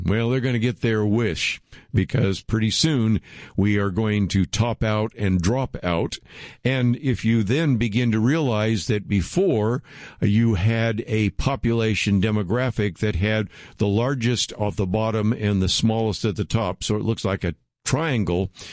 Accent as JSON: {"language": "English", "region": "California", "country": "United States", "tie": "born or raised there", "said": "In Oakland, California, I grew up in the Bay Area, where previous attempts to close schools have been vigorously opposed."}